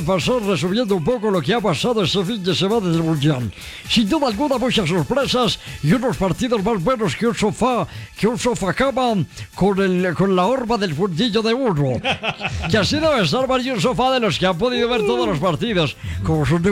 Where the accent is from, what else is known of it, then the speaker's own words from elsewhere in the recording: Anzá, Antioquia, Colombia; Yo soy del municipio de Alzaga